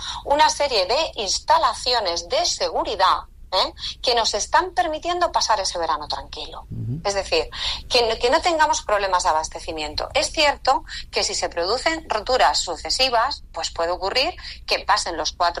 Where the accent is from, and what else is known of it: Almadén, Castilla-La Mancha, Spain